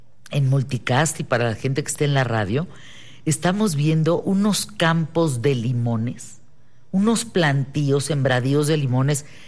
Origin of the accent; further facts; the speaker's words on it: northern Mexico, Mexico; yo soy norteña, mi abuelo ganadero